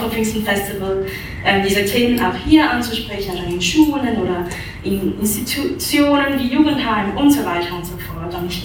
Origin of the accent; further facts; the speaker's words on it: Zurich, Switzerland; ich bin aus Zürich, ich bin im Zürcher Unterland aufgewachsen, in der Nähe von Winterthur tatsächlich